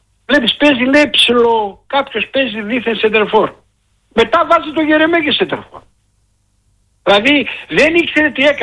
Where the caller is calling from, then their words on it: Kapnochori, Western Macedonia, Greece; Εγώ είμαι από το Καπνοχώρι. Είμαι πρόεδρος Καπνοχωρίου.